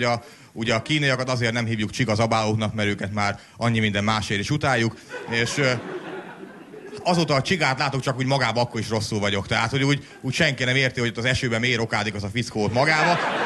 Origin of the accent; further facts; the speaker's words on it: Mátészalka, Szabolcs-Szatmár-Bereg, Hungary; hát én meg egy kisvárosból származom, hát Máté Szalkán már olyan zavaróan nagy a pörgés